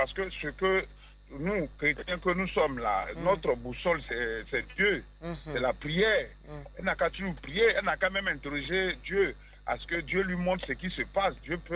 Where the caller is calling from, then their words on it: Abidjan, Côte d’Ivoire; Oui, j'appelle d'Abidjan.